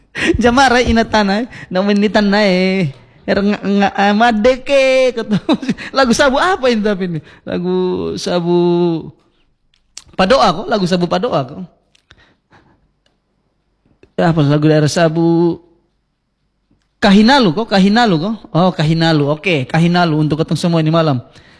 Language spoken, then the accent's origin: Indonesian; Kupang, East Nusa Tenggara, Indonesia; also born or lived in Atambua / Rote; Sampai sekarang lebih banyak di Kupang. Lahir besar Kupang, kerja pertama di Atambua, kerja kedua di Rote.